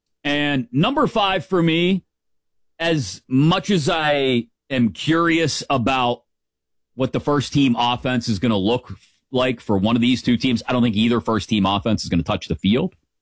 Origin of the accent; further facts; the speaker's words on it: Pittsburgh, Pennsylvania, United States; I can say it like that because I'm from Pittsburgh originally and you're not.